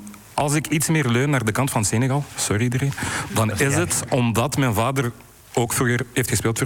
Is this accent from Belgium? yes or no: yes; Sint-Niklaas, Flanders, Belgium; Ik ben geboren en getogen in België.